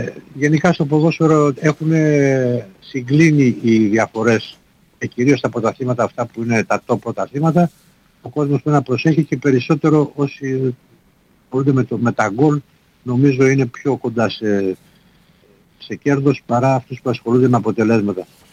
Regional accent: Drama, Eastern Macedonia and Thrace, Greece; επειδή είμαι Μακεδόνας, είμαι από το Δράμα

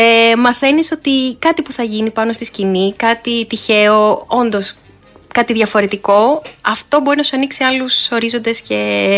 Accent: Lamia, Central Greece, Greece; also born or lived in Pyrgos; Πρακτικά γεννήθηκα στη Λαμία

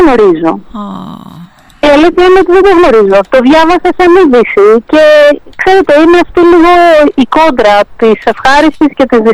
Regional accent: Piraeus, Attica, Greece; Εγώ είμαι και από τον Πειραιά.

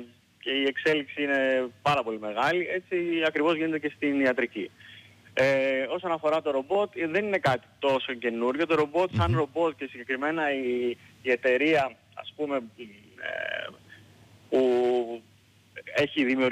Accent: Rhodes, South Aegean, Greece; moved away as an adult; also born or lived in Kastellorizo; now in Germany; Ρόδιος, όπως είπες, γεννημένος και μεγαλωμένος στη Ρόδο, μετά τις σπουδές μου και το στρατιωτική μου θητεία έτσι στο Καστελόριζο

